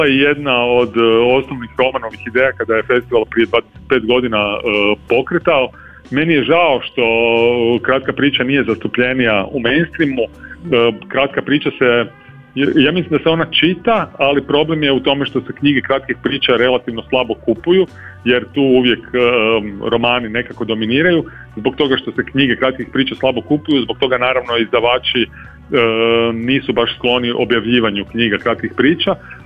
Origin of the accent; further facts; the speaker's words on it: Croatia; mi smo tu kao Hrvati, kao hrvatski čitatelji, kao hrvatska publika